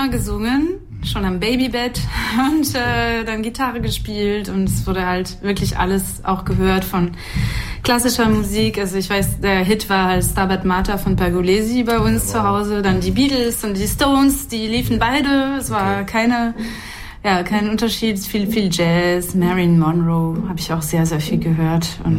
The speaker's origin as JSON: {"language": "German", "country": "France", "accent": "French", "second_language": "German", "said": "man hört leider meinen Akzent nicht mehr so sehr, mein französischer Akzent, wenn ich auf Deutsch spreche. Aber ja, ich komme aus Frankreich und da sind diese ganzen Lieder halt einfach schon im Rückenmark quasi."}